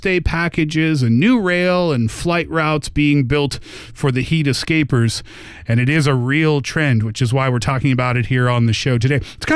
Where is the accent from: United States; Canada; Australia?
Canada; See, I made that previous comment as a Canadian.